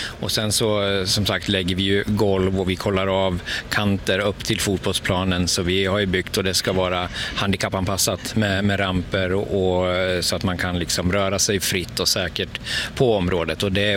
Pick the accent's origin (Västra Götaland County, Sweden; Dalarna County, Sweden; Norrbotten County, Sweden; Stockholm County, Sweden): Dalarna County, Sweden; jag är från Dalarna.